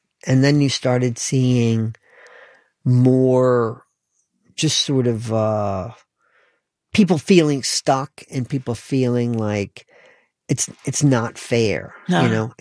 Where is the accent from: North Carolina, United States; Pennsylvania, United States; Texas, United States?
North Carolina, United States; born or raised there; also born or lived in Western New York; now in England, United Kingdom